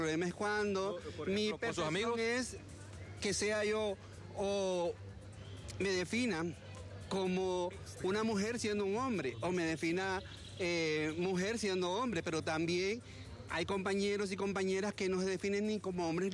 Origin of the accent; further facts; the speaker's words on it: Honduras; Somos hondureños y hondureñas como todos y cada uno de nosotros